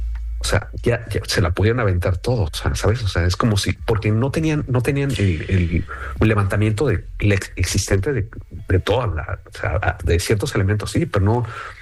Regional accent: Mexico; now in Paris, France; estoy orgulloso de ser mexicano

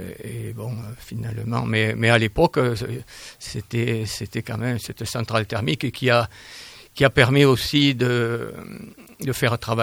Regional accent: Hermes, Nouvelle-Aquitaine, France; born there; moved away; je suis revenu, je suis pas toujours resté, mais je suis revenu, où je suis né, à Hermes.

